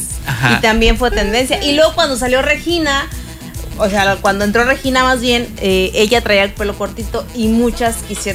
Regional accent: Michoacán, Mexico; moved away; aunque somos de Michoacán, bueno, crecimos en Michoacán

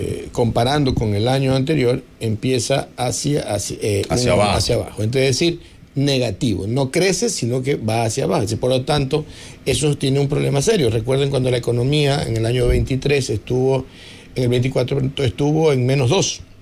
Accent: Ecuador

